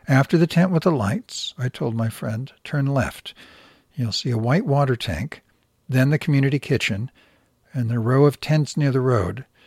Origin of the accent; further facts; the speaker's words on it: Rafah, Gaza Strip, Palestine; now in Al-Mawasi, Palestine; Do I say I'm from Rafah, where I grew up, even though I can no longer return there? The city has been mostly destroyed.